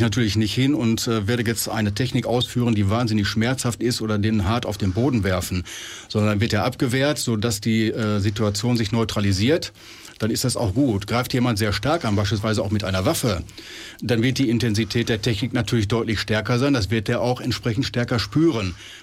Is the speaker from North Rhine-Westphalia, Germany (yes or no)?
yes; Dortmund, North Rhine-Westphalia, Germany; also born or lived in Castrop-Rauxel; now in Aurich, Germany; als Dortmunder